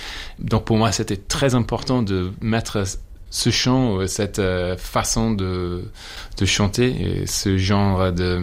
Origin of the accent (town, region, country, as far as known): Ireland; French is a second language